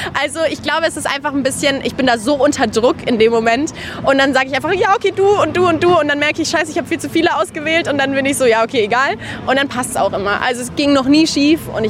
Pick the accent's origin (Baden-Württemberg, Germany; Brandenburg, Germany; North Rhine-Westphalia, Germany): Baden-Württemberg, Germany; Karlsruhe